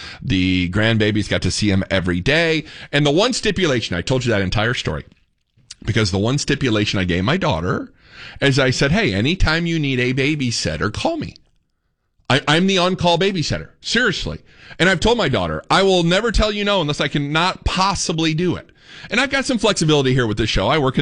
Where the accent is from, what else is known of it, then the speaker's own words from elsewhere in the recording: Indiana, United States; moved away as an adult; now in Texas, United States; the wife and I moved down here to Texas from Indiana. Y'all know I'm a Yankee, proud Hoosier.